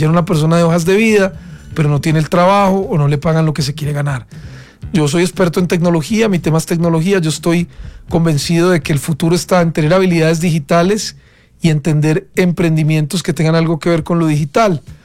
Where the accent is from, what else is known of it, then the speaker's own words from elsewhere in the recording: Río Caldas, Caldas, Colombia; Yo soy, digamos, de región, o sea, yo no soy de Bogotá, yo soy de un pueblo que se llama Río Caldas y soy caldense, es decir, yo soy de provincia.